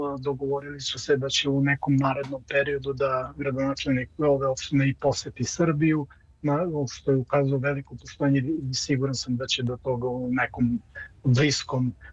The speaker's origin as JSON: {"language": "Serbian", "country": "Kosovo", "said": "posebno sam se zadnjih godina i opredelio da i nekako sačuvamo i dijalekt, baš s obzirom da dolazim sa Kosova i Metohije, napisao sam i nekoliko knjige na dijalektu"}